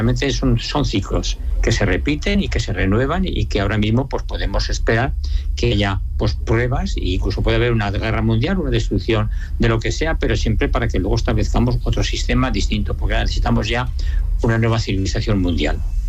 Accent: Aragon, Spain; now in Zaragoza, Spain; Sí, al final he vuelto a mi tierra. Después de recorrer media España, al final he vuelto a mi tierra.

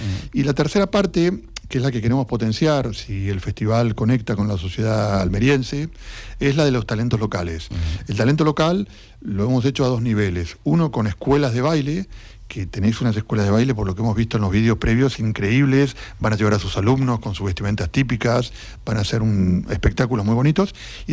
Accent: Argentina; now in Spain; como argentino sigo teniendo mi corazón con Argentina, sigo teniendo mis costumbres argentinas y me siento muy español.

